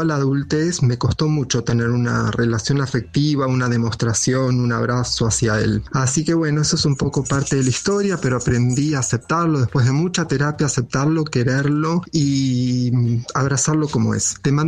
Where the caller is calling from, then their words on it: Acasuso, Buenos Aires Province, Argentina; Hola Luisa, buenas noches … de Acasuso